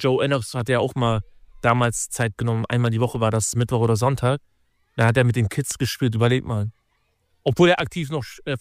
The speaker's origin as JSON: {"language": "German", "town": "Osnabrück", "region": "Lower Saxony", "country": "Germany", "tie": "born or raised there", "moved": "as an adult", "said": "Ich war hier auf der Heiligenweg-Schule. Ich bin in Osnabrück geboren und dann bis ich 19 war, war ich tatsächlich so Schinkelaner."}